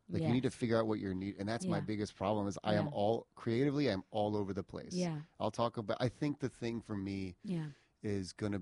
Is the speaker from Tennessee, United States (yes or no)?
no; Indiana, United States; But then when growing up in Indiana, I was that Asian guy in school